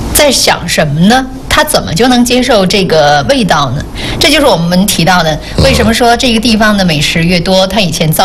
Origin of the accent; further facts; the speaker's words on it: northern China, China; 作为北方人啊